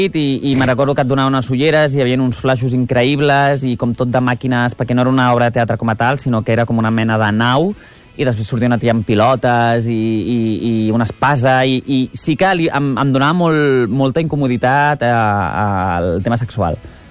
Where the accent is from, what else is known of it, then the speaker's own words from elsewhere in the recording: Barcelona, Catalonia, Spain; Em vaig criar a Sant Gervasi, a costat entre plaça Bonanova i plaça Kennedy.